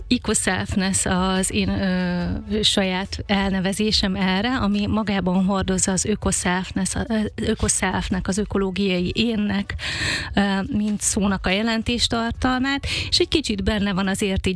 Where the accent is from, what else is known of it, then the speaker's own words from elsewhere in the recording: Eastern Hungary, Hungary; Nagyon sok felől, mi sokat költöztünk, de alapvetően azért az alföldi régióhoz, Kelet-Magyarországhoz kötöm magam.